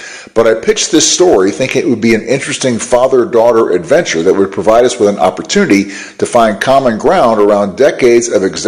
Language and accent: English; Rhode Island, United States; I grew up in Rhode Island, which is almost as densely blue as the ocean itself.